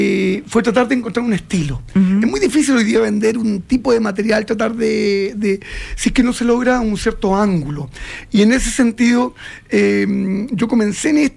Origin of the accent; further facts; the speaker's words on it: Chile; Tierra de tanta importancia para nosotros como chilenos